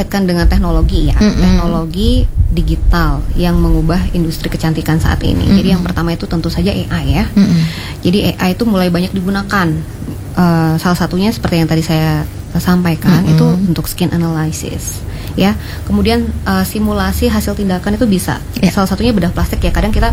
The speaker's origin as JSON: {"language": "Indonesian", "town": "Singaraja", "region": "Bali", "country": "Indonesia", "tie": "born or raised there", "said": "Iya, jadi di sini saya kebetulan memang lahir di Singaraja."}